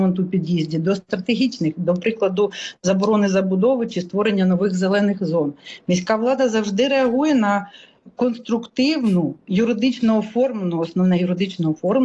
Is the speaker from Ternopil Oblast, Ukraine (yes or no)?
no; Kyiv, Ukraine; як пересічні кияни.